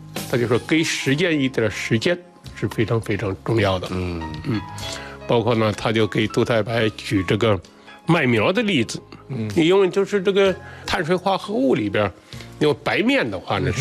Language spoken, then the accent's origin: Chinese; Henan, China; 我们河南人还有一个人还是很伟大的